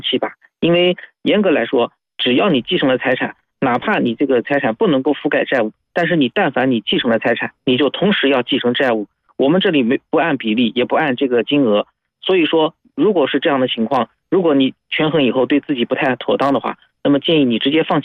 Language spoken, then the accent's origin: Chinese; China; 我们中国人经常讲